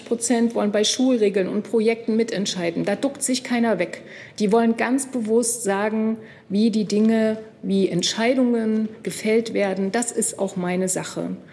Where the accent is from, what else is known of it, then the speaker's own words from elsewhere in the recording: Thuringia, Germany; Ich bin der festen Überzeugung, das sage ich auch als Thüringerin ganz bewusst, wo Kinder lernen, wie Demokratie funktioniert, da werden sie sie auch verteidigen.